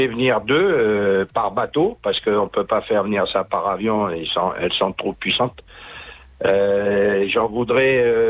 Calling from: Nouméa, South Province, New Caledonia; Oui, je suis à Nouméa, voilà.

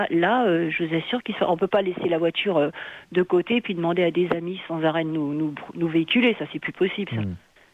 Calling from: Lifou, Loyalty Islands Province, New Caledonia; Moi, je vous téléphone depuis Lifou.

